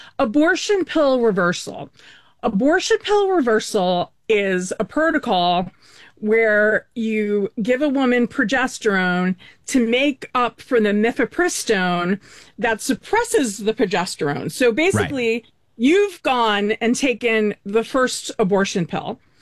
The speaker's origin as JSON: {"language": "English", "region": "New York", "country": "United States", "said": "Right, because I'm from New York, so everything, it's New York, California and stuff in between."}